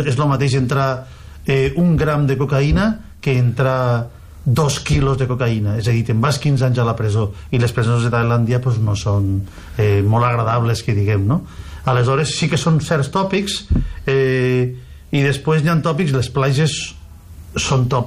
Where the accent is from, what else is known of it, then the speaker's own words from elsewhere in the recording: Vinaròs, Valencian Community, Spain; born there; el que vaig néixer a Vinaròs i me sento profundament vinarossenc, pues estic poc temps aquí.